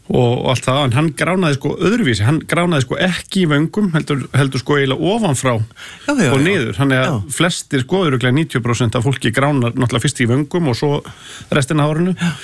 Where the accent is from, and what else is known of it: Hafnarfjörður, Capital Region, Iceland; born or raised there